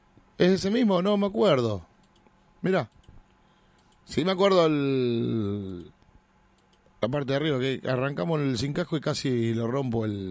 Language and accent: Spanish; Venado Tuerto, Santa Fe, Argentina; Está bien, yo también soy de Venado, Rempimporoteo. Los dos somos de Venado.